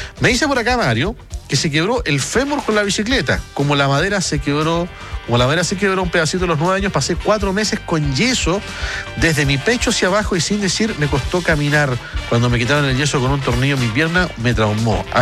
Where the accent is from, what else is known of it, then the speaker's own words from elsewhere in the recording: El Salvador; Saludos hacia Chile y a todos los auditores del mundo desde South City. Soy un salvadoreño encantado con el trasnoche.